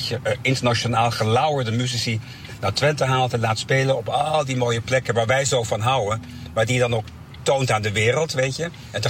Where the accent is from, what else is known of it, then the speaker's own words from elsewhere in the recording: Germany; toen ik opgroeide had je in Duitsland het Schleswig-Holstein Festival.